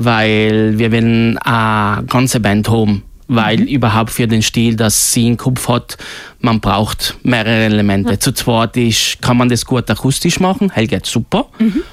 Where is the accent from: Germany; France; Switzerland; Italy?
Italy; Brixen, Trentino-Alto Adige; Ich bin in Brixen geboren, Brixen aufgewachsen. Mhm. Und mein Name ist so, weil die Mama von Spanien ist, deswegen. Ich habe aber deutsches Kindergarten, deutsche Volksschule gemacht, dann weiter auf Italienisch